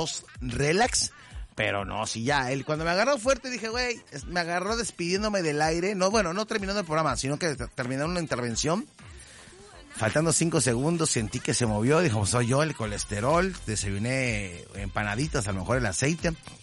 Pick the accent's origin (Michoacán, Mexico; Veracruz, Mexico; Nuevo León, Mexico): Veracruz, Mexico; los que somos de Veracruz